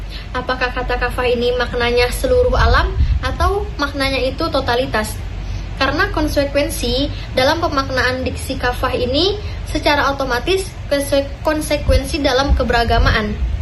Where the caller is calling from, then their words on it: Padang, West Sumatra, Indonesia; Perkenalkan … saya berasal dari Padang, Sumatera Barat.